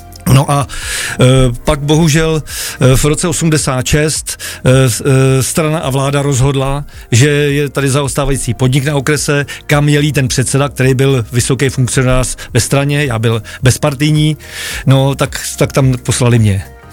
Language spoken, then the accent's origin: Czech; Prague, Czechia; já jsem kluk z Prahy, který jsem narodil v Praze, měl jsem rodiče v Praze